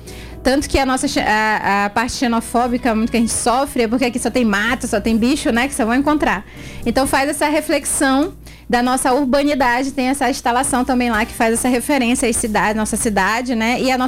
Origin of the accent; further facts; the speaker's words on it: North Region, Brazil; com as transformações que a gente passa, né, no nosso cotidiano enquanto nortista.